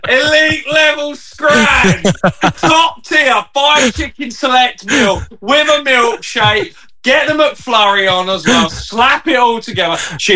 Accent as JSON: {"language": "English", "area": "Essex", "region": "East of England", "country": "United Kingdom", "said": "I'm from Essex."}